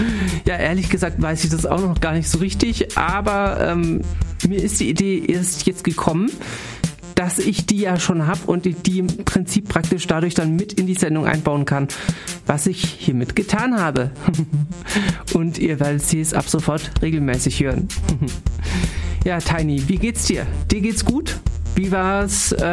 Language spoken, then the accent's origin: German; Germany; Sollten wir als Deutsche